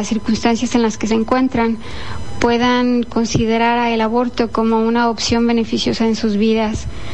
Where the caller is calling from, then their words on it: Canada; vivo en Canadá.